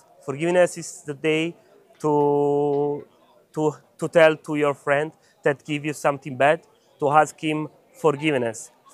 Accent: Italy; I'm from Italy

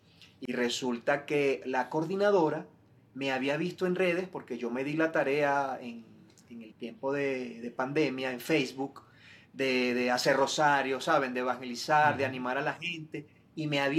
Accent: Venezuela; moved away as an adult; now in Quito, Ecuador; yo por lo general suelo portar una cruz que pertenece a los sacerdotes con los que yo me crié en la fe allá en Venezuela

